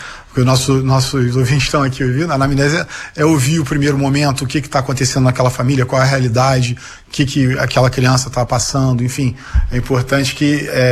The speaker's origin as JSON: {"language": "Portuguese", "town": "Niterói", "region": "Rio de Janeiro", "country": "Brazil", "said": "É, eu sou de Niterói também"}